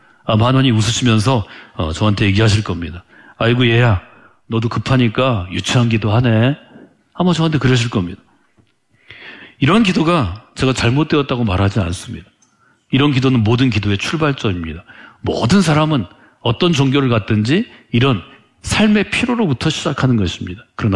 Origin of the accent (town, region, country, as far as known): South Korea